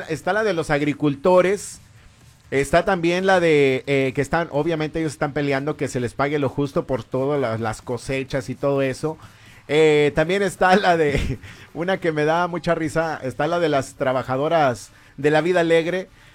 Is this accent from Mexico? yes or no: yes; Mexico; moved away; a mí me da pena como mexicano